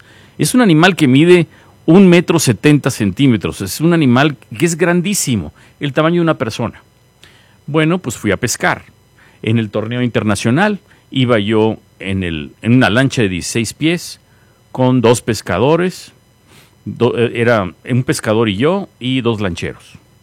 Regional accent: Gutiérrez Zamora, Veracruz, Mexico; Yo soy de Veracruz, de Gutiérrez Zamora, Veracruz, el norte de Veracruz está a 2 horas del puerto. En ese lugar existen cosechas de naranja, de plátano, de mandarina. Es un paraíso

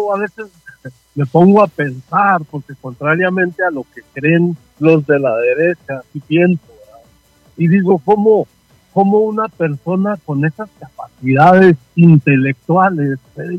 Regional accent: Chihuahua, Mexico; la gran mayoría somos los chihuahuenses

